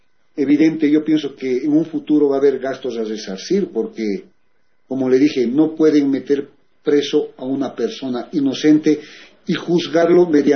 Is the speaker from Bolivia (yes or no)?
yes; Cliza province, Cochabamba, Bolivia; moved away; also born or lived in United States; Yo soy boliviano, yo he nacido en Bolivia, pero me he ido a Estados Unidos. Soy de Cochabamba, pero he vivido hasta mis 10 años en una provincia de Clisa.